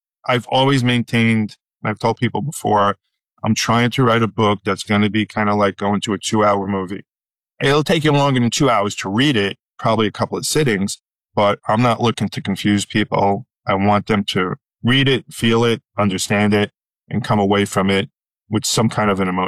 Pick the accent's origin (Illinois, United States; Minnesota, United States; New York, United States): New York, United States; I'm from New York. I started out at a radio station in New York